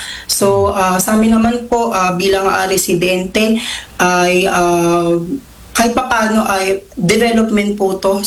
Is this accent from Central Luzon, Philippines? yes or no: yes; Hagonoy, Central Luzon, Philippines; dito sa aming bayan at patuloy po itong nagpapahirap sa mga kababayang Hagunowenyo